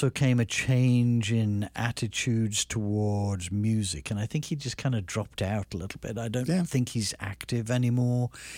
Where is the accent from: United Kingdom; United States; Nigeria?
United Kingdom; Nottingham, East Midlands; my hometown of Nottingham had cricket team, Nottinghamshire County Cricket Club, and they have an arena for playing the cricket